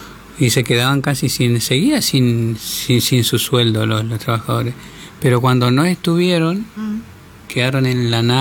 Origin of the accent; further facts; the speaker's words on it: Paso de los Libres, Corrientes, Argentina; born there; moved away; also born or lived in La Cruz / Buenos Aires; siendo de Paso de los Libres